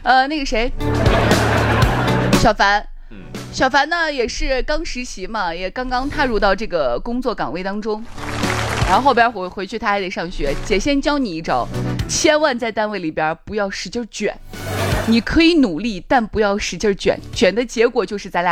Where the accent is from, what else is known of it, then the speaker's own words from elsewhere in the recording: Shaanxi, China; 如果我们陕西人对这个菜不是很满意